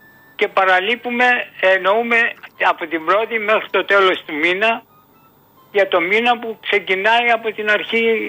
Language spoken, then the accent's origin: Greek; Athens, Attica, Greece; Εγώ εδώ έχω γεννηθεί, στην Αθήνα.